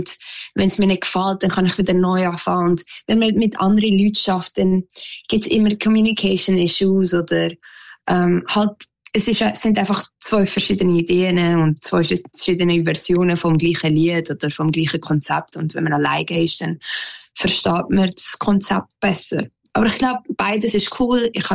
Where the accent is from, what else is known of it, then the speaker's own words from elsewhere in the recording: Switzerland; ich bin halt Schweizerin, aber auch halb Kubanerin.